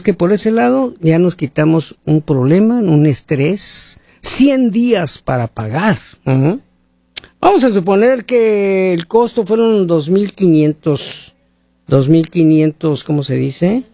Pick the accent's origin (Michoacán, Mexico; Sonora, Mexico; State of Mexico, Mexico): Sonora, Mexico; yo soy de Sonora, de los Altos de Sonora